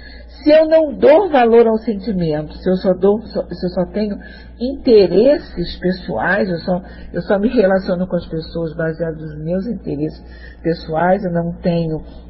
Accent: Rio de Janeiro, Brazil; sou carioca

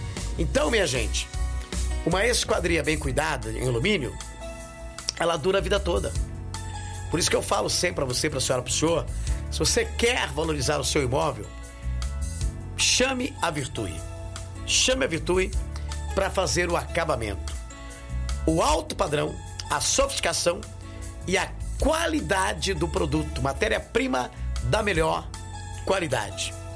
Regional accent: Descalvado, São Paulo, Brazil; Descalvado, minha terra querida, inesquecível, amada, onde tudo começou em minha vida, 1983, na Farmácia São Paulo, você encontra.

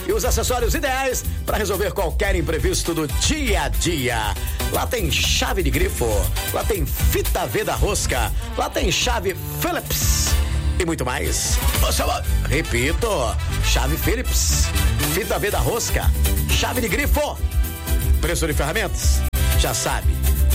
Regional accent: Araraquara, São Paulo, Brazil; Em Araraquara, minha terra querida amada

